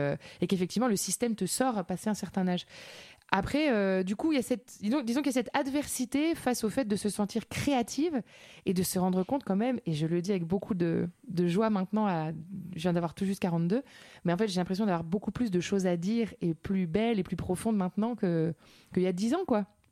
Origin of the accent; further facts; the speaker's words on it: France; also born or lived in Latin America; parce que je chantais en français et que je suis française.